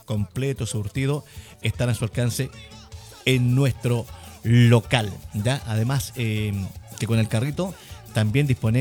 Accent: Chile; allá en el sector donde nos criamos, donde nacimos, aunque creo que nacimos en un hospital, pero somos de Calle Nueva, Pichino

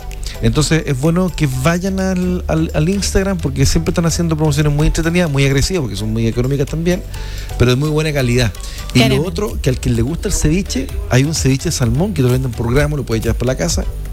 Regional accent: San Pedro de la Paz, Biobío, Chile; Los que somos de San Pedro

